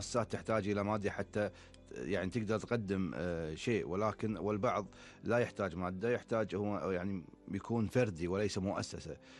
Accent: Kuwait; احنا عندنا في الكويت

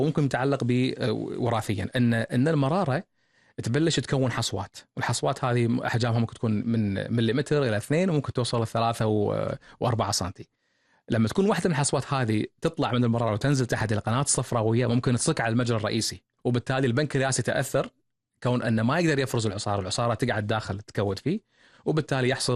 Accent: Kuwait; احنا عندنا بالكويت

